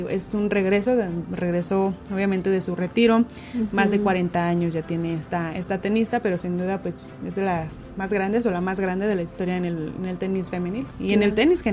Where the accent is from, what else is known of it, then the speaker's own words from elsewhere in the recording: Mexico; es un mundial, pues, importante, está en nuestro país. Bueno, como compartido con otros 2 países, pero pues es parte de la actividad aquí en México